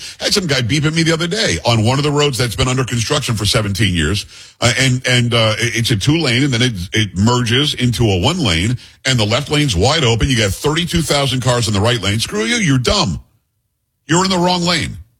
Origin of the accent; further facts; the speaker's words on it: Florida, United States; born there; also born or lived in New York; now in Texas, United States; growing up in South Florida and also parts of New York